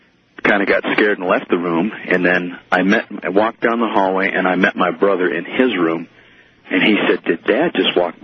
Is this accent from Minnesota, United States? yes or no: yes; Minnesota, United States; now in Colorado Springs, United States; Just to give you a little bit of background, I grew up in a small town in Minnesota.